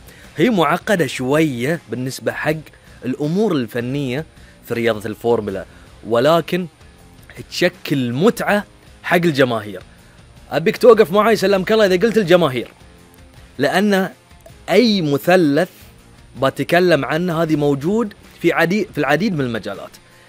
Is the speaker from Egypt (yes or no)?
no; Bahrain; إحنا من البحرين